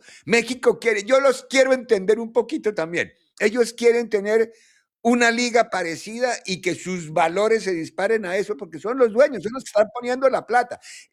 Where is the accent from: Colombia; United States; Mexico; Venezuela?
Colombia; moved away